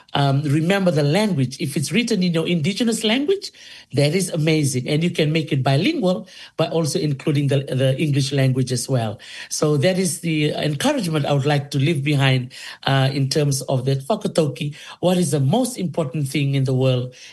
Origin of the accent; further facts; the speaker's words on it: Dholisuva, Central Division, Fiji; also born or lived in Kadavu; young girl in Dholisuva village in the province of Naitasiri. That's where I was raised. Even though I'm originally from Kandavu